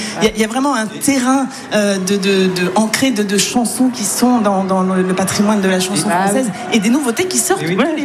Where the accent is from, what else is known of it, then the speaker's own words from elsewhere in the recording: South, France; c'est vrai que je viens du Sud, donc je viens explorer l'ambiance.